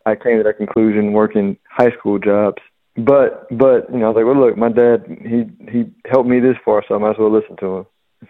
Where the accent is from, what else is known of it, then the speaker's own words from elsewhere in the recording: Houston, Texas, United States; moved away as an adult; also born or lived in San Antonio; Grew up in Houston, but I spent quite a bit of time in San Antonio. I went to college there, and then we stayed there after college for a few years after I got married.